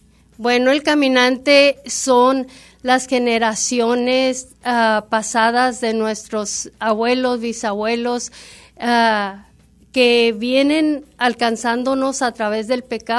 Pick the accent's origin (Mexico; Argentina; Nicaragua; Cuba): Mexico; now in United States; somos patriotas, porque somos mexicanos